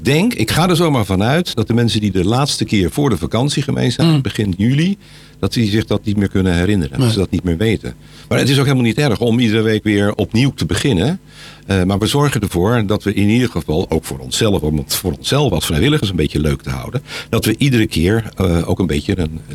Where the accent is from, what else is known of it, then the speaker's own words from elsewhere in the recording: Leiden, South Holland, Netherlands; born there; Ik ben geboren in Leiden.